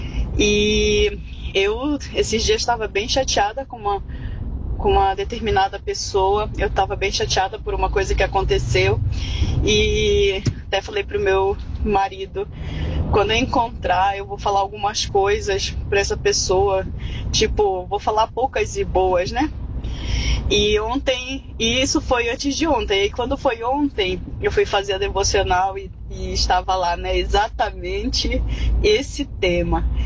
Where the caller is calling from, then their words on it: Curitiba, Paraná, Brazil; Curitiba, tempo encoberto também.